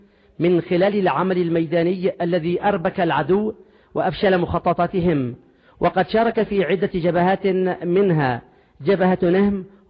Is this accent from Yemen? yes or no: yes; Yemen